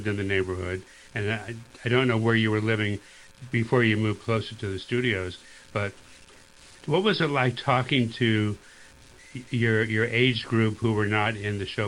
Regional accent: Florida, United States; also born or lived in Los Angeles; I was actually born in Los Angeles, and I grew up in Florida

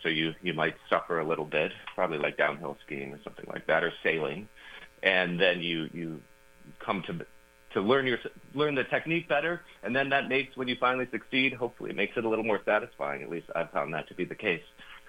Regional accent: Minneapolis, Minnesota, United States; now in New York, United States; I grew up in Minneapolis, and my family had a cabin 2 hours east in southwest Wisconsin. And so I would spend a lot of my summers there.

